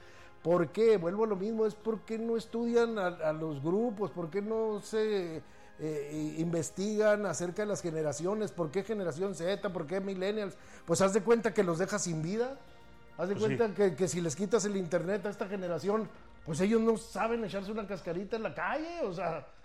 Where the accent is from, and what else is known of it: Mexico